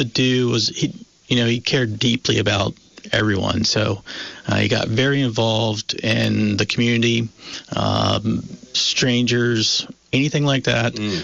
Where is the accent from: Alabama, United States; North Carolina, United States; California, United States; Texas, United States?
North Carolina, United States; now in Vermont, United States; I grew up in North Carolina.